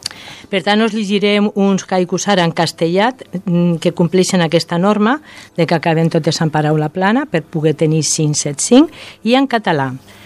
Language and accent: Catalan; Castile, Spain; jo soc castellana i adoro el castellà